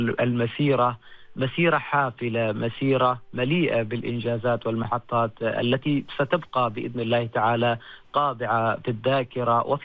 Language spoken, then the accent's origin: Arabic; Oman; مشاعر أنت تستشعرها كعماني وأنت خارج حدود الوطن.